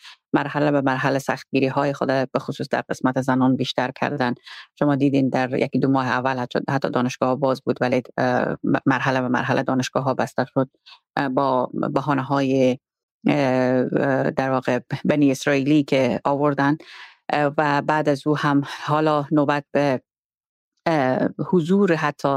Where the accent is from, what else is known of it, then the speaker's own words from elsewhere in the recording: Herat, Afghanistan; یعنی من خودم چون بزرگ شده هرات هستم، در هرات همونجا 20 سال حداقل کار کردیم، زندگی کردیم